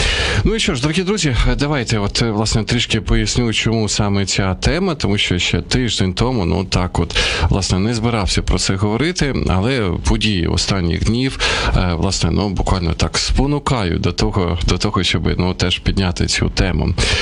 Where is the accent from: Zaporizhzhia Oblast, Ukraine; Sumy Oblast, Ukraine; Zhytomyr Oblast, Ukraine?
Sumy Oblast, Ukraine; Sumy; now in Kyiv, Ukraine; в моїх рідних Сумах